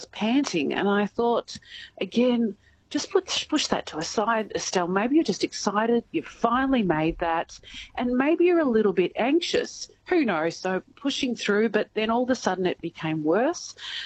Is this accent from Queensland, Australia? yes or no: no; Gippsland, Victoria, Australia; moved away as an adult; now in Sydney, Australia; I am from Gippsland all my life, but the last 3 years I've been in Sydney.